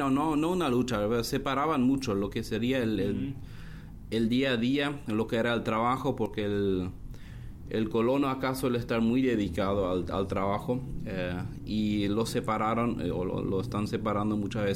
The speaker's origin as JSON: {"language": "Spanish", "town": "Loma Plata", "region": "Boquerón", "country": "Paraguay", "tie": "born or raised there", "said": "viniendo de un trasfondo menonita, crecí acá en la colonia hacia una aldea, aunque todo prácticamente es aldea por acá, aunque la ciudad de Loma Plata sería algo tal vez como más una idea más con más gente, pero sí, en este contexto, digamos, campestre, he crecido"}